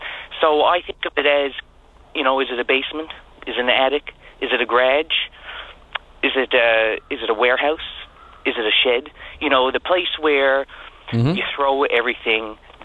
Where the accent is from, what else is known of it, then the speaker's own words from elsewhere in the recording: Bay Roberts, Newfoundland and Labrador, Canada; from Bay Roberts